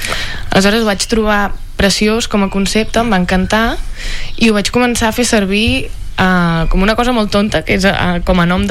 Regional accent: Ripoll, Catalonia, Spain; born there; also born or lived in Santa Maria d'Oló; now in Barcelona, Spain; és una noia de 24 anys. Jo vaig néixer a Santa Maria d'Oló, però de seguida ens vam traslladar amb la meva família a Ripoll i ara ja fa, crec que 5 anys que estic a Barcelona.

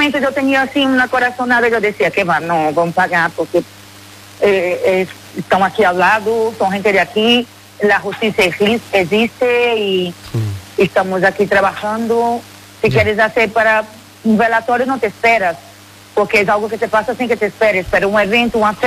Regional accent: São Luís, Maranhão, Brazil; now in Spain

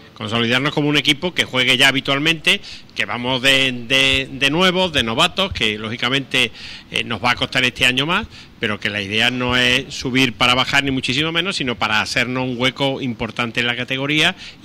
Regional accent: Córdoba, Andalusia, Spain; todos los que estamos en este mundillo y somos de Córdoba

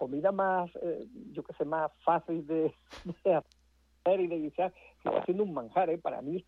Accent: Huétor Tájar, Andalusia, Spain; de mi pueblo, de Huetortaja, que como sabes yo soy de allí

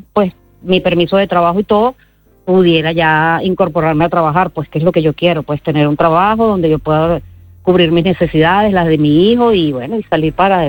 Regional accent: Venezuela; moved away as an adult; now in Spain; Bueno, yo vengo de Venezuela y bueno, situación país. Yo me vine con mi hijo, que tiene discapacidad.

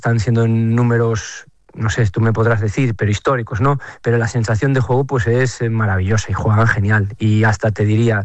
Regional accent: Galicia, Spain

